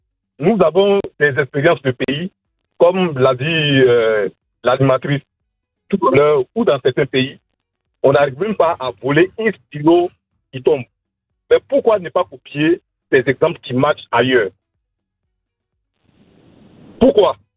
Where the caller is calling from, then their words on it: Abidjan, Côte d’Ivoire; J'appelle de Cocody, Angrais.